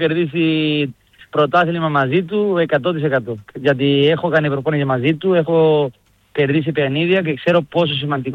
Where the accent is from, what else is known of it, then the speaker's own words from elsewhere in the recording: Mallorca, Balearic Islands, Spain; Greek is a second language; εγώ είμαι από Μαγιόρκα και θέλω να μένω Μαγιόρκα.